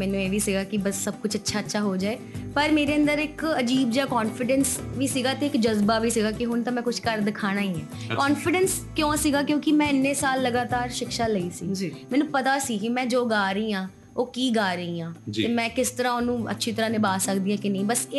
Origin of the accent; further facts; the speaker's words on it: Jalandhar, Punjab, India; moved away; ਮੈਂ ਜਲੰਧਰ ਤੋਂ ਆਈ ਹੋਈ ਹਾਂ